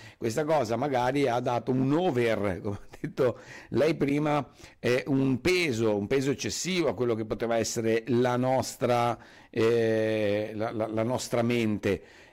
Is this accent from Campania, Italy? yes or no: yes; Salerno, Campania, Italy; born there; also born or lived in Venice; siamo nati a Salerno, genitori salernitani, vissuti poi a Venezia